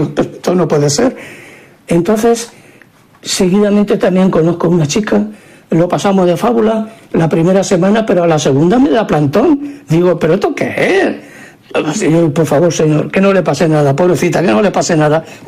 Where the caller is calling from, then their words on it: Barcelona, Catalonia, Spain; Hola, Farero … de Barcelona.